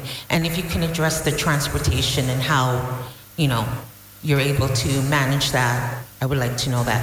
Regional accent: Toronto, Ontario, Canada; now in St. John's; I'm from Toronto originally, but I'm currently living in St. John's.

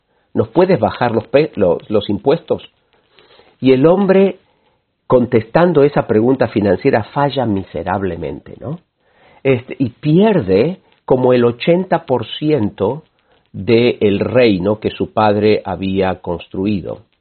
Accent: Buenos Aires, Argentina; now in United States; somos familias de inmigrantes, mis padres y mis abuelitos eran gente de campo, yo crecí en el oeste de la ciudad de Buenos Aires.

